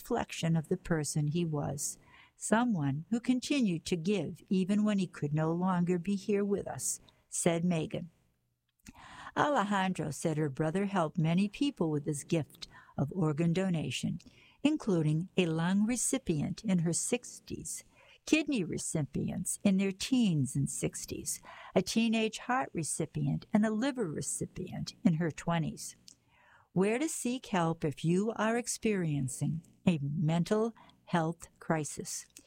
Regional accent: Brockton, Massachusetts, United States; I'm from Brockton, however, a lot of my students and following are from this area

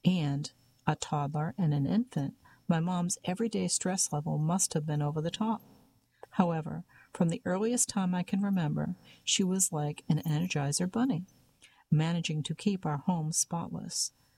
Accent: Mount Vernon, New York, United States; were referred to in our neighborhood in Mount Vernon, New York, as the Irish twins

